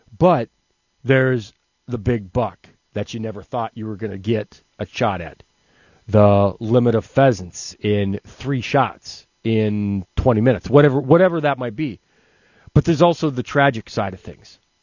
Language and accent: English; Williston, North Dakota, United States; born or raised there